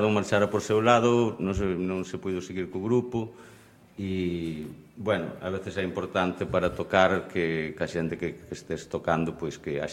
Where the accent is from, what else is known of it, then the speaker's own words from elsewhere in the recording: Galicia, Spain; Son labrego, son da Terra Chá, e non uso calcetís de lá tampouco.